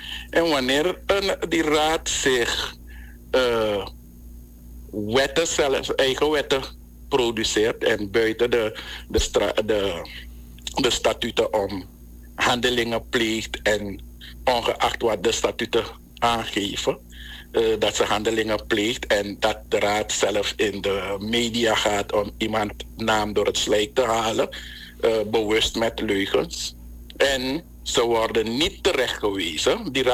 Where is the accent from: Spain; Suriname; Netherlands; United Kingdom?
Suriname